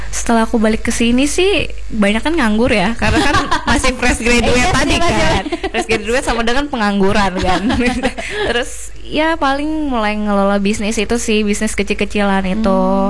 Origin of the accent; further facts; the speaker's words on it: Palangkaraya, Central Kalimantan, Indonesia; moved away as an adult; also born or lived in Semarang; Aku aslinya dari Palangkaraya.